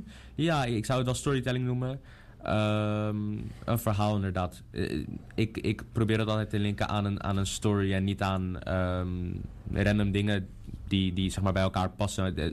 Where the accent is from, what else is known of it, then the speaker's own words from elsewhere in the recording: North Holland, Netherlands; Ik kom uit Noord-Holland, dus ik speelde dan tegen de mensen uit Noord-Holland.